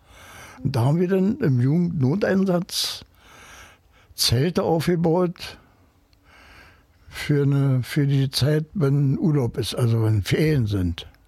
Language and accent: German; Berlin, Germany; born or raised there